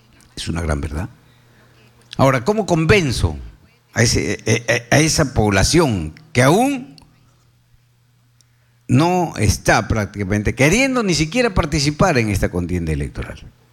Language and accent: Spanish; Peru; somos partícipes, parte de este Perú